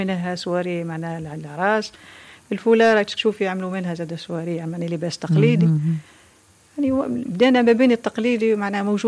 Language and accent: Arabic; Gabes, Gabès Governorate, Tunisia; فما هو موجود عندنا في جابس